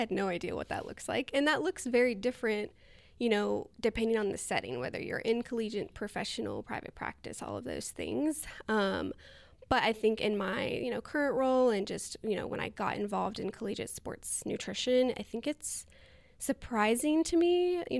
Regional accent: North Carolina, United States; moved away as an adult; now in Texas, United States; I'm from North Carolina, so I'm not from Texas. I got my degree at UNC Chapel Hill

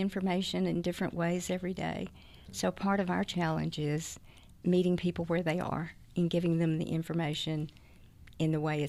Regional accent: Fort Worth, Texas, United States; moved away as an adult; also born or lived in Arkansas; now in College Station, United States; We're from Fort Worth, but my husband took a job in Arkansas. We were there for 10 years.

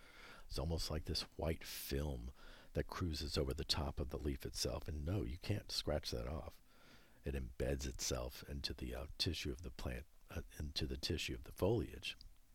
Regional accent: Houston, Texas, United States; moved away; I grew up in Houston.

